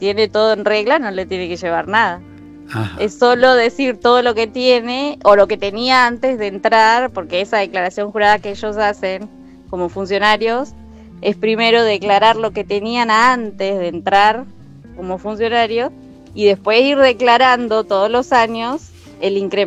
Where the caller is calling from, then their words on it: Trelew, Chubut, Argentina; Yo soy de Trelew, de Chubut.